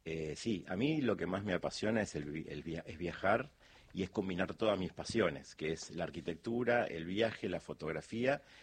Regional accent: Buenos Aires, Argentina; yo viví en muchos barrios de Buenos Aires, soy muy porteño

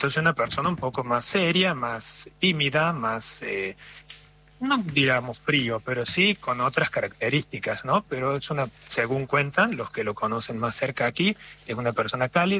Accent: Córdoba, Argentina; now in Italy; Sabemos también que va a ir a Córdoba, ¿sí?, mi ciudad.

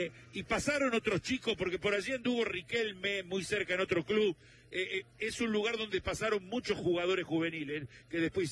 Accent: San Martín, Buenos Aires Province, Argentina; Yo soy de San Martín y siempre lo veo a Sebastián, a los hermanos, al papá, están todos por allí.

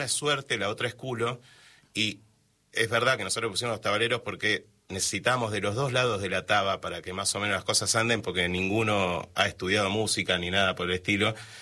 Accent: Buenos Aires, Argentina; Y con el tiempo nosotros somos porteños y pese a que tenemos sangre provinciana, por ejemplo, mis viejos son de Tucumán, nosotros somos porteños, nosotros nos criamos acá.

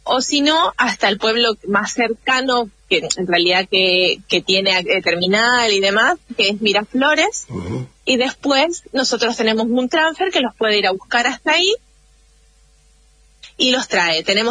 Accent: Ciudad del Este, Alto Paraná, Paraguay; born there; Yo nací en Ciudad del Este, en Paraguay.

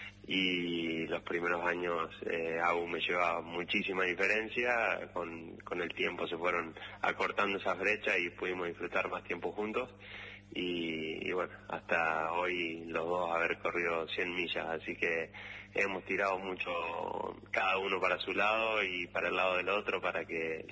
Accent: Monte Buey, Córdoba, Argentina; Así es, somos bien del Llano, de Monte Buey los dos.

